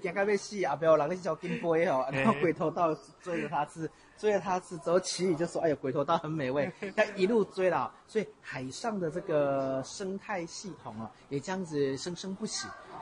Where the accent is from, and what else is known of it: Taitung County, Taiwan